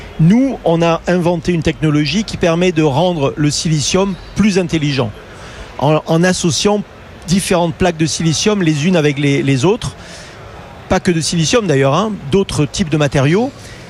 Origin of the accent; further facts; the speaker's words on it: France; Non, honnêtement, c'est pas parce que je suis français que je le dis, mais les ingénieurs français sont franchement parmi les meilleurs au monde.